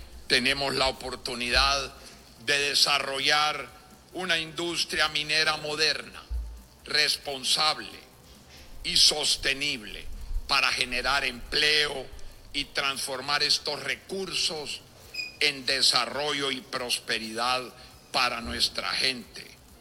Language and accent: Spanish; Honduras